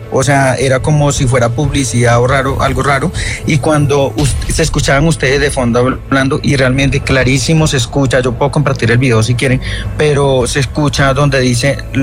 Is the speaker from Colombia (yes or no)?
yes; Colombia; also born or lived in Venezuela; now in Bogotá, Colombia; Pues yo soy colombo venezolano y actualmente vivo en Bogotá.